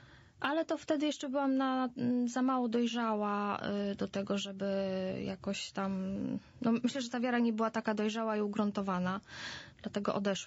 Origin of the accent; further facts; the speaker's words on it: Wesoła, Masovian Voivodeship, Poland; między 14 a 16 rokiem życia byłam trochę we wspólnocie, bo u nas w Wesołej powstała wspólnota Odnowy w Duchu Świętym prowadzona przez księdza Nowosielskiego.